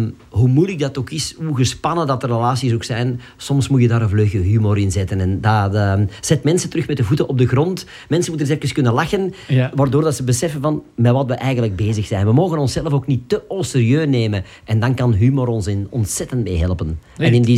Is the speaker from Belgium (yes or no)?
yes; Turnhout, Flanders, Belgium; Ja, ik ben van Turnhout afkomstig. Als je vraagt Turnhout is wel bekend van de speelkaarten, maar ook van Soudal.